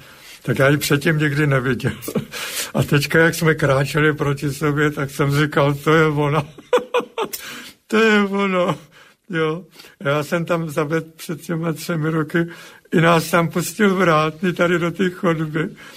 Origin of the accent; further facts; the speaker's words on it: Prague, Czechia; tam blízko, co já jsem prožil to dětství, na Kačerově sídliště